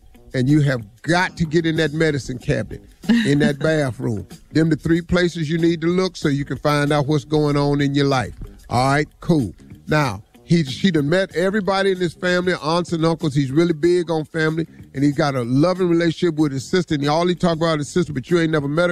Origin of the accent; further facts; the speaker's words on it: Welch, West Virginia, United States; I grew up in Welch, West Virginia.